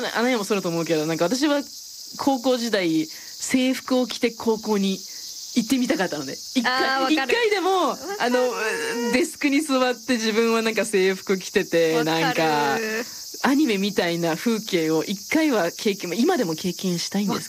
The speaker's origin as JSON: {"language": "Japanese", "country": "Canada", "tie": "born or raised there", "said": "サンフランシスコ育ちのアナンヤと、カナダ育ちの私にとっては"}